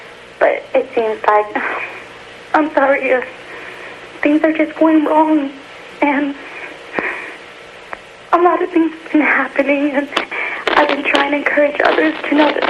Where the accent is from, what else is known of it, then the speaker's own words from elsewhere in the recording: Fresno, California, United States; I'm from Fresno.